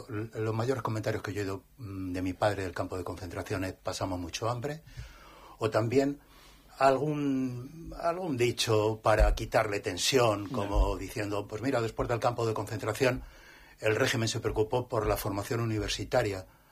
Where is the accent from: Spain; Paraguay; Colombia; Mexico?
Spain; Esquivias, Castilla-La Mancha; born there; en la zona de Toledo, en un pueblito, Esquivias, mi pueblo, pueblo hermanado con Alcalá de Henares